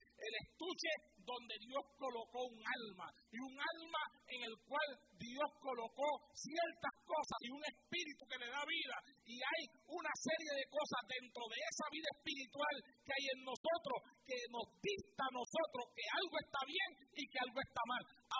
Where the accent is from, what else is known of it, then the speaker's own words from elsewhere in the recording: Puerto Rico; now in United States; Cuando yo vine de Puerto Rico acá, que yo fui a cambiar mi licencia, yo tuve que coger un examen.